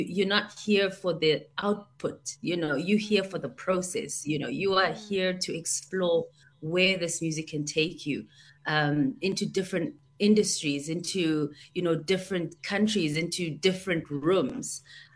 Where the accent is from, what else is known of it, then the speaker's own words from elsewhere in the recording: South Africa; growing up in South Africa